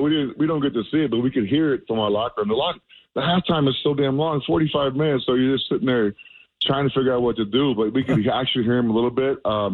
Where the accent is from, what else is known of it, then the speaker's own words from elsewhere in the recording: New Mexico, United States; moved away; I grew up in New Mexico.